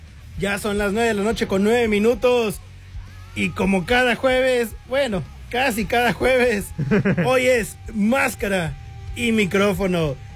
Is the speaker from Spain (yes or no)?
no; Mexico